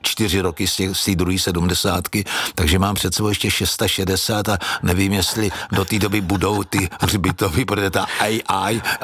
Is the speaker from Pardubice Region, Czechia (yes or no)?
no; South Moravian Region, Czechia; Já jsem moravský Slovák, takže samozřejmě na svém moravském Slovácku.